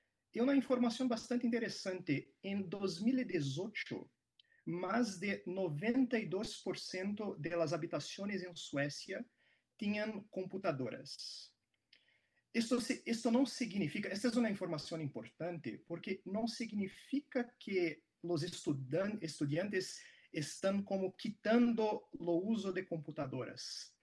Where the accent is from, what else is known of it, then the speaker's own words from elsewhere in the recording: Brazil; Spanish is a second language; yo soy de Brasil